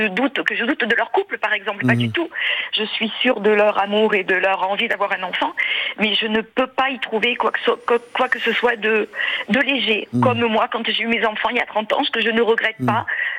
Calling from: Bordeaux, Nouvelle-Aquitaine, France; J'habite de Bordeaux. Je vous appelle de Bordeaux.

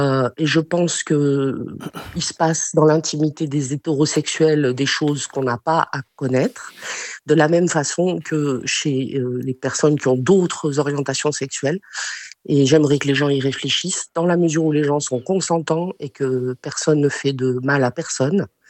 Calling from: Switzerland; J'appelle de Suisse.

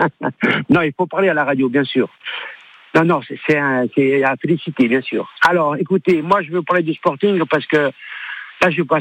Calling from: Corsica, France; Oui, je suis de Balagne

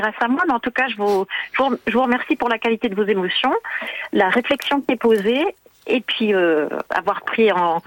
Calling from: Grand Est, France; Moi, j'habite en Haute-Marne.

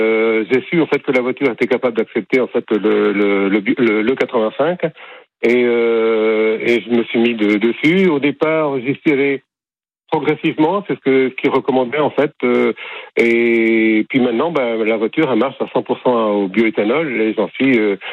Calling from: Lannion, Brittany, France; J'habite en Bretagne, à Lannion.

